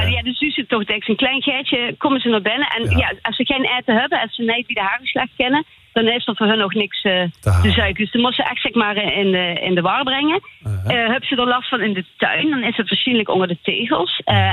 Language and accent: Dutch; Sittard, Limburg, Netherlands; Ik kom uit Zittert. Ik ben opgegroeid in Zittert, ja.